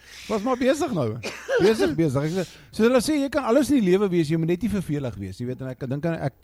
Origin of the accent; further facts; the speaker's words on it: Centurion, Gauteng, South Africa; daar in Centurion, of Churras, soos hulle van praat, vir Woordburg, waar ek vandaan kom, hy is nou staan op bekend as Centurion.